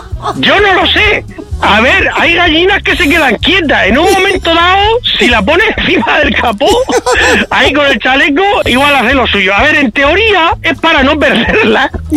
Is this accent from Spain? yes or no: yes; Spain; siendo español de España con pedigrí